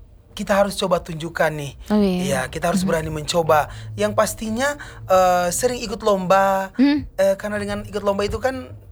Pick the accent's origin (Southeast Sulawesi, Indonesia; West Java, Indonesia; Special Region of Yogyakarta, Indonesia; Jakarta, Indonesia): Southeast Sulawesi, Indonesia; Baubau; walaupun kami dari Kota Bau-Bau tetapi kami membawa nama Sulawesi Tenggara nih